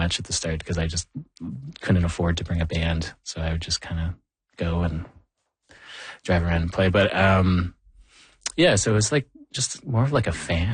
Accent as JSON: {"language": "English", "town": "Thunder Bay", "region": "Ontario", "country": "Canada", "tie": "born or raised there", "said": "And I bring that back even to growing up in Thunder Bay, where like, you know, there is like, you know, a lot of tensions between the indigenous and non-indigenous communities up there."}